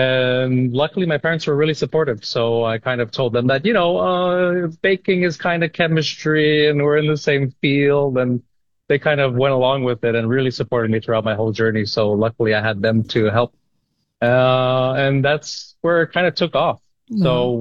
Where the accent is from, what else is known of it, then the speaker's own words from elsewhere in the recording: Montreal, Quebec, Canada; And so starting with the logo of Montreal, so my hometown, is actually the four hearts together.